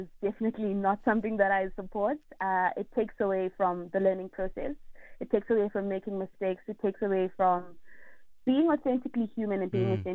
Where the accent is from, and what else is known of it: South Africa